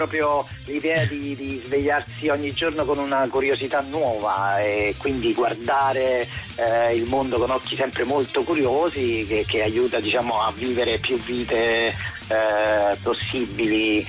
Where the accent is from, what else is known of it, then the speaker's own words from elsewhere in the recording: Caserta, Campania, Italy; Io che sono di Caserta ma che comunque in napoletano non avevo di fatto mai scritto